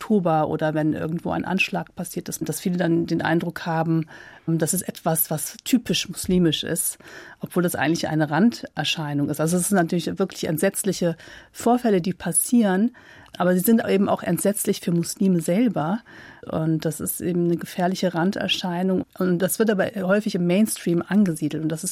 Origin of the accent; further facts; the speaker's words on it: Germany; born there; dass ich Deutsch bin, hier geboren bin, die deutsche Staatsbürgerschaft habe.